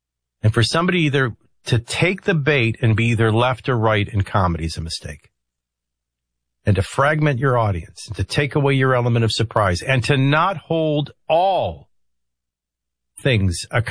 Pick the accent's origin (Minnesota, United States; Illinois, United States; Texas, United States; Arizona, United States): Illinois, United States; Chicago; I grew up in Chicago.